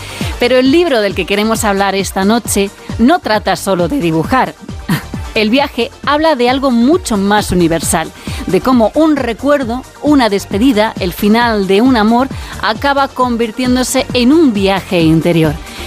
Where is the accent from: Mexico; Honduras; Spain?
Spain; Valencian Community; ahora que nosotros sí, como valencianos sabemos de lo que hablamos